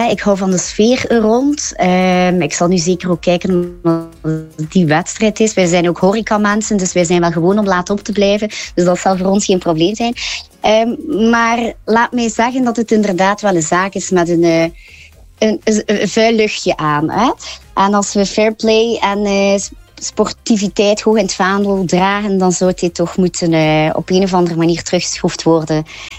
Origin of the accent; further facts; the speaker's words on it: Belgium; Laat mij zeggen dat ik zowel supporter voor mijn moederland